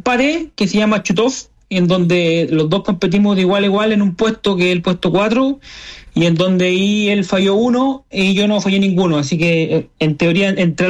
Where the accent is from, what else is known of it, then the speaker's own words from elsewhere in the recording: Ovalle, Coquimbo, Chile; yo soy nacido y criado acá en Ovalle. Mi familia toda es de acá, de la cuarta región.